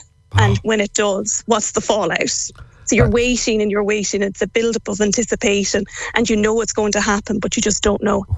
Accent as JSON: {"language": "English", "town": "Swinford", "region": "Connacht", "country": "Ireland", "moved": "yes", "lives_now": "Mullingar, Ireland", "said": "I'm actually from Park Road in town. So I'm a real townie."}